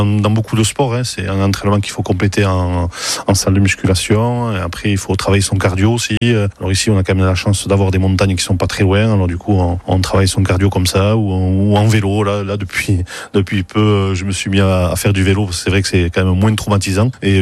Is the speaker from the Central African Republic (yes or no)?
no; Hendaye, Nouvelle-Aquitaine, France; je suis natif d'Hendaye, j'ai 51 ans